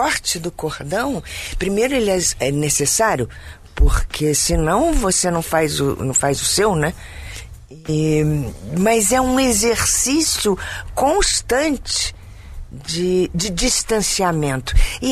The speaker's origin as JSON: {"language": "Portuguese", "region": "Rio de Janeiro", "country": "Brazil", "tie": "born or raised there", "lives_now": "São Paulo, Brazil", "said": "Sou natural do Rio de Janeiro."}